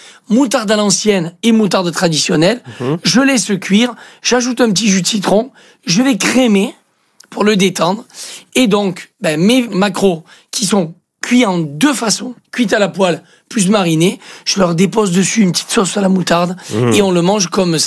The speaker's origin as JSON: {"language": "French", "country": "Switzerland", "said": "Moi non plus, oui, mais parce que moi, vous savez, moi je suis suisse."}